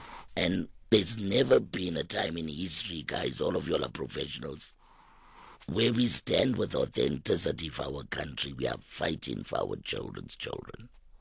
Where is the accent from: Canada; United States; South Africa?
South Africa; And we're coming from South Africa.